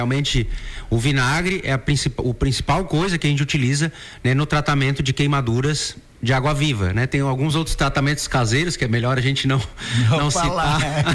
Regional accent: Laguna, Santa Catarina, Brazil; Eu sou da Laguna

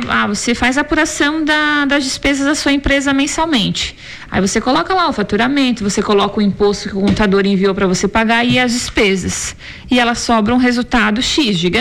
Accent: Brazil; A gente é brasileiro.

